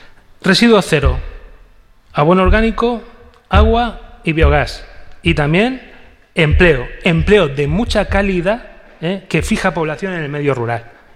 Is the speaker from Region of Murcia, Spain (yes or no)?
yes; Lorca, Region of Murcia, Spain; yo me siento muy orgulloso como lorquino